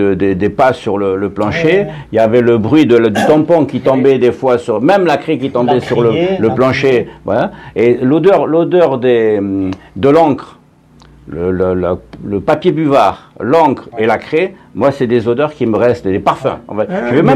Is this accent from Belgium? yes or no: no; Algeria; Un peu raciste, oui, parce que je suis né en Algérie.